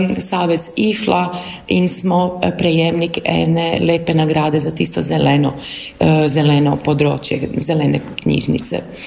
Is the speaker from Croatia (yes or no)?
yes; Karlovac, Karlovac County, Croatia; born or raised there; Slovenian is a second language